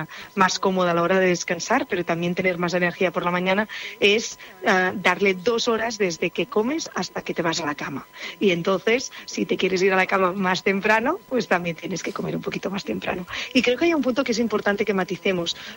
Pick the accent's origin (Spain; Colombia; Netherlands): Spain; Recordemos que en España somos el país de la Unión Europea que nos íbamos a dormir más tarde